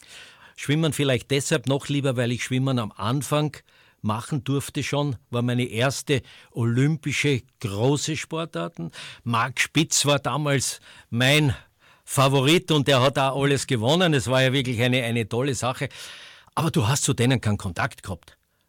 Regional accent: Graz, Styria, Austria; Als erstes habe ich ja Fußball gemacht als Grazer.

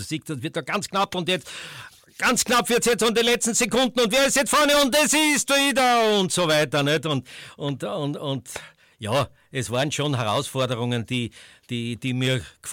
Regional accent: Graz, Styria, Austria; Als erstes habe ich ja Fußball gemacht als Grazer

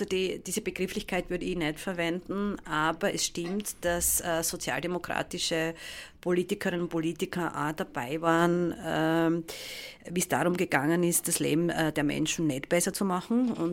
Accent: Styria, Austria; ich komme aus der Weststeiermark

